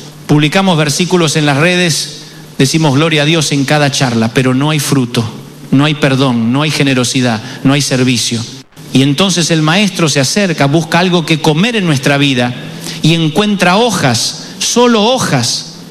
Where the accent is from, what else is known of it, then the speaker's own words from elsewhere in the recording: Buenos Aires, Argentina; cuando era chico, allá en Buenos Aires